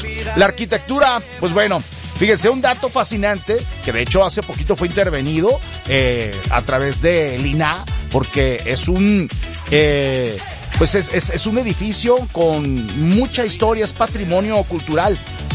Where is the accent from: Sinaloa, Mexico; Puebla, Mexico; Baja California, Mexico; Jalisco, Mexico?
Jalisco, Mexico; Tlaquepaque; Pues yo soy de Tlaquepaque, ahí vivo, toda mi vida he vivido en Tlaquepaque. Yo he tenido hogar en la zona centro, ahí por Contreras Medellín, por esas calles, calles acá de este lado, también por la Glorieta del Charro, que ahorita por ahí vivo